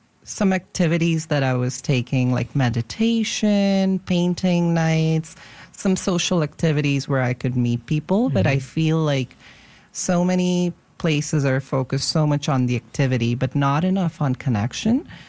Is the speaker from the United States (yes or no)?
no; India; moved away as an adult; now in Vancouver, Canada